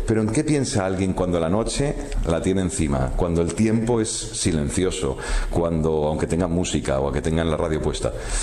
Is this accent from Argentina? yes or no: no; Madrid, Community of Madrid, Spain; born there